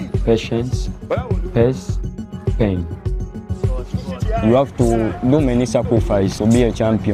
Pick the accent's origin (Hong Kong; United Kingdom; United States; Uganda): Uganda; I grew up in Chibuli. The situation is tough out there. In my village where I come from, it's a slum area